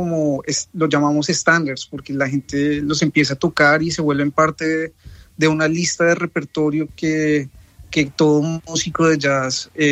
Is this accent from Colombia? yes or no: yes; Colombia; now in New York, United States; el hecho de venir de Colombia, que es un país muy rico en distintas tradiciones musicales, tenemos una diversidad increíble en las regiones